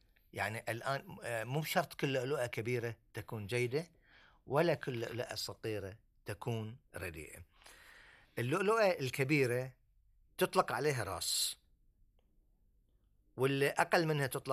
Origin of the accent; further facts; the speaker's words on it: Bahrain; انكسر سوق اللولو عندنا في البحرين،